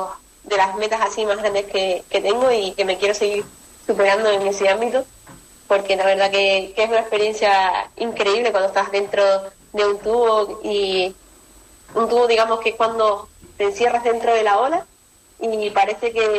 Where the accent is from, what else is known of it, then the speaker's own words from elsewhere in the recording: Tenerife, Canary Islands, Spain; no, soy de otra isla, de Tenerife, que ahí también tenemos olas muy buenas